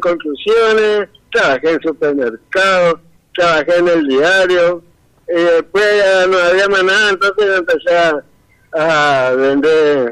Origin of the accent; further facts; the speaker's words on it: Villa Prosperidad, Argentina; De acá de Villa Prosperidad